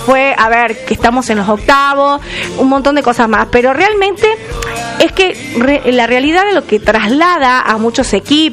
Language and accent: Spanish; Argentina